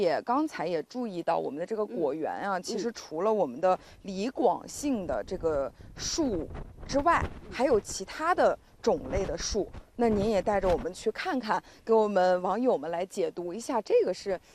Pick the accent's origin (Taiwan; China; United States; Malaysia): China; Hebei; 我不是甘肃人啊，我家是河北的。哎，我们河北的杏子都是毛杏，